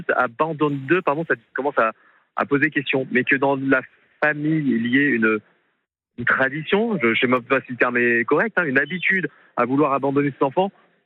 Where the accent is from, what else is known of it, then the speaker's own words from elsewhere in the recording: France; also born or lived in South Korea; j'ai entamé une démarche pour une restitution de la nationalité coréenne. Mais attention, je suis très fier d'être français et je garde ma nationalité